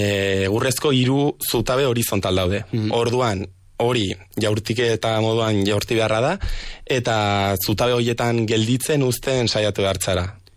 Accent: Donamaria, Navarre, Spain; Dona Maria herri inguruan ibili izan gara, nire herria dela

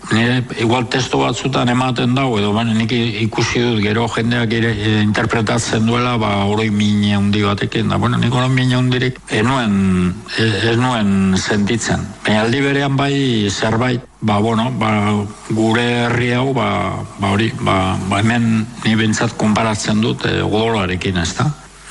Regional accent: Durango, Basque Country, Spain; moved away; Ta, ba, Durangon jaio nintzen, baina bueno, Durango eta Jorrata dira Budapest bezala.

